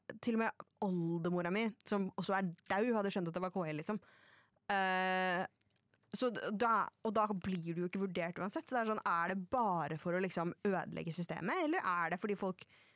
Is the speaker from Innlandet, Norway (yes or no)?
yes; Lillehammer, Innlandet, Norway; moved away as an adult; jeg bodde hjemme på Lillehammer selv.